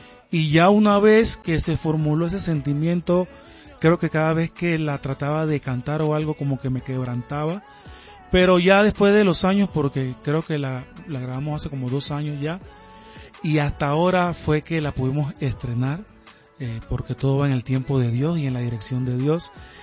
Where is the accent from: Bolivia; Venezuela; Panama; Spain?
Panama; La neverita, le decimos en mi país también.